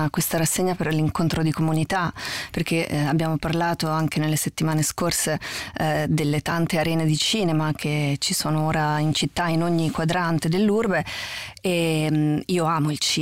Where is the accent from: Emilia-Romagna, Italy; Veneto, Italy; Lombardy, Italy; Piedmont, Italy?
Emilia-Romagna, Italy; moved away as an adult; also born or lived in Bologna; now in Rome, Italy; Io sono a Roma da 20 anni e in realtà sono nata a Roma, ma sono cresciuta nel Riminese. E quindi ho studiato recitazione a Bologna e sono arrivata a Roma 20 anni fa